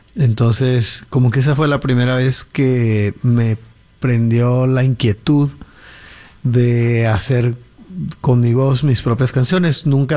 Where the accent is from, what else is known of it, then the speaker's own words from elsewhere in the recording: Guadalajara, Jalisco, Mexico; ayer estuvimos más o menos a la misma temperatura en Guadalajara, que es de donde yo soy.